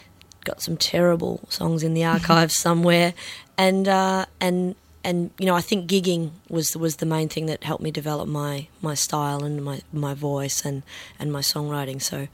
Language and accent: English; Daylesford, Victoria, Australia; I grew up outside of Daylesford in a mud brick house, very isolated